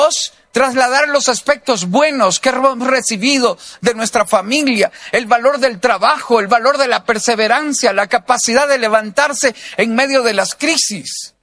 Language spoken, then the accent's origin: Spanish; Costa Rica; Y en algún momento fuimos a Nicaragua, somos de Costa Rica, y fuimos a Nicaragua a buscar a su mamá